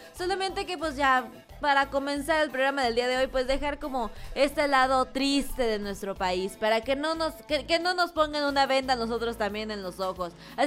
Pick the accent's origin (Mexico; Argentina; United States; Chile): Mexico; libertades que tenemos nosotros como mexicanos.